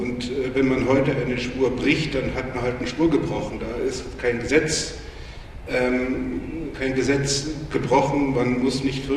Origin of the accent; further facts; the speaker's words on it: West Germany, Germany; ich komme ja aus dem Westen